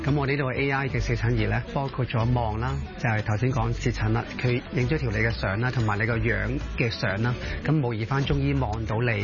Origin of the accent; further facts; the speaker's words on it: Hong Kong; 因為我哋香港人呢就生活急速啦